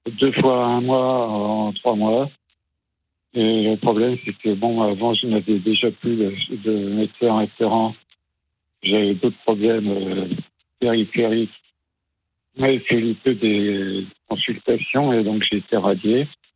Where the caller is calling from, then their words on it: Saintes, Nouvelle-Aquitaine, France; Je suis à Sainte, en Charente-Marie.